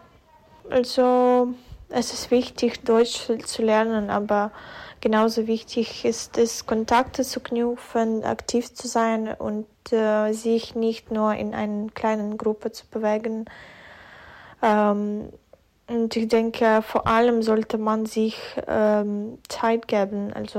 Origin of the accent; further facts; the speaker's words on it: Kremenchuk, Poltava Oblast, Ukraine; German is a second language; now in Berlin, Germany; Ich komme aus der Ukraine, aus Kremenchuk. Ich lebe seit 2022 in Deutschland und ich bin wegen des Krieges nach Deutschland gekommen.